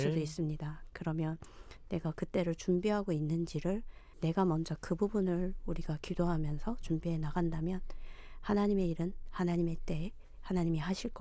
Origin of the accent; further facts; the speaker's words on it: North Korea; now in South Korea; 저희는 북한이라는 사회는 공동체 한 사람이 벌어서 여러 명이 네. 살리는 저는 그게 맞다라고 생각을 했고 근데 이제 한국에 와서